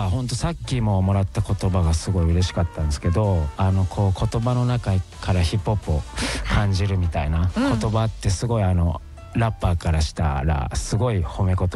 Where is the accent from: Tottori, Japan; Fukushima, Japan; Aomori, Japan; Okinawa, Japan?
Tottori, Japan; moved away as an adult; now in Aichi, Japan; 自分鳥取県出身なんですけど、はい、愛知に来るきっかけが、まあ工場的な、うん、その就職させてもらって